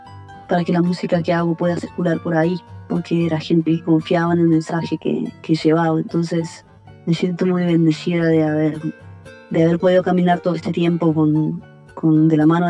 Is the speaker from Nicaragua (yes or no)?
no; Argentina; de la tierra, de Argentina, la tierra en la que crecí y que me nutrió con tanto arte